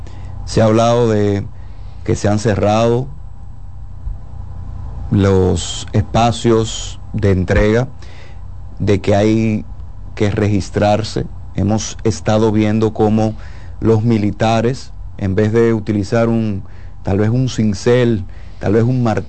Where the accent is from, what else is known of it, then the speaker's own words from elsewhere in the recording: Dominican Republic; pueblos hermanos como nosotros, República Dominicana.